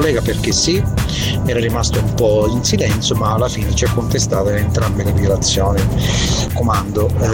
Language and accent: Italian; Santa Teresa di Riva, Sicily, Italy; vengo da Santa Teresa di Riva in provincia di Messina